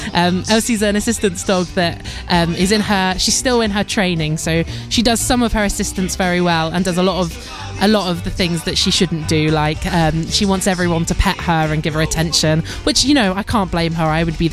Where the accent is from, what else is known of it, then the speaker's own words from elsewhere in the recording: East of England, United Kingdom; I feel like I grew up not far from Cambridge. I grew up in Bedfordshire.